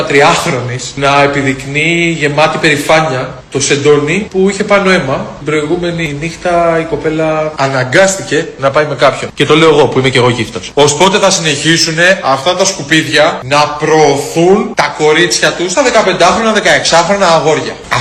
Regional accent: Greece; εγώ όπως ξέρετε, είμαι Έλληνας Τσιγκάνος

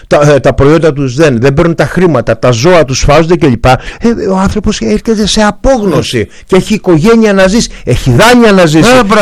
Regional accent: Aigio, West Greece, Greece; born there; now in Athens, Greece; Εγώ κατάγομαι από το Αίγιο.

